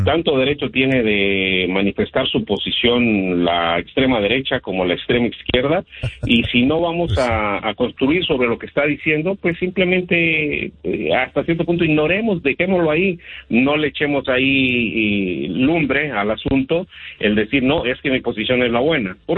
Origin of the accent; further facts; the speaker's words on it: Mexico; now in United States; como comunidad mexicana que reside en el extranjero